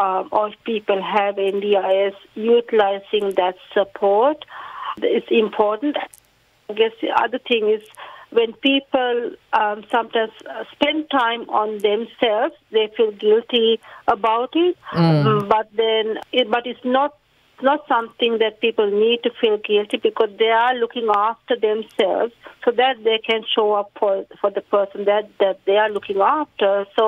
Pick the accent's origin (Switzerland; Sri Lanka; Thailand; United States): Sri Lanka; first language Sinhala; English is a second language; Yes, so I'm from Sri Lanka, as I said, so I speak Sinhalese. I'm fluent in my language.